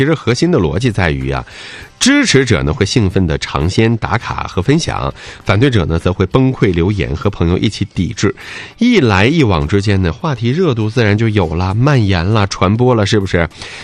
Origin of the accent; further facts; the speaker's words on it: Northeast China, China; accent: Northeastern; 这就是我们东北话说上岁数了啊。